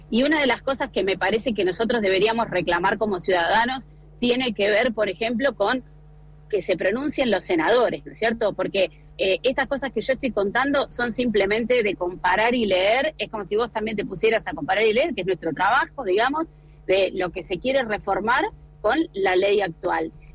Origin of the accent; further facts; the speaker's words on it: Chubut, Argentina; Nosotros que somos de la Patagonia y ahí en Chubut sabemos lo que significan los incendios forestales